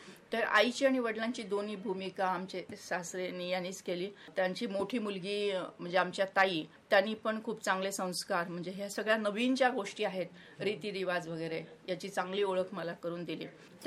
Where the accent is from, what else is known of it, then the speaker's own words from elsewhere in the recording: Maharashtra, India; आमचं माहेर म्हणजे आम्ही महाराष्ट्रीयन आणि सासर सगळं राजस्थानी